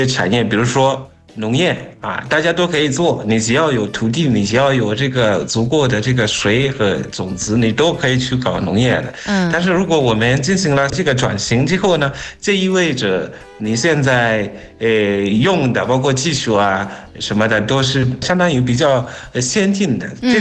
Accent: Zimbabwe; Chinese is a second language

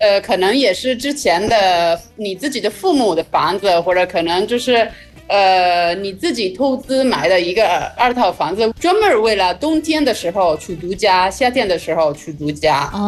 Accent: Italy; Chinese is a second language

